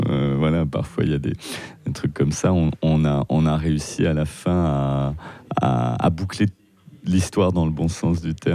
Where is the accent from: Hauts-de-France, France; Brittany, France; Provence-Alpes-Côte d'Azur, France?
Provence-Alpes-Côte d'Azur, France; Avignon; born there; Je suis né dans le Hof, à Avignon.